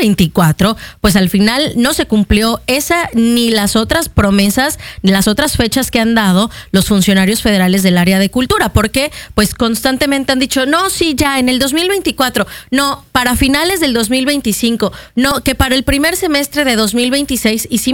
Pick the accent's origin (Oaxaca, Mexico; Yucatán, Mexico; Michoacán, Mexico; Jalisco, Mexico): Yucatán, Mexico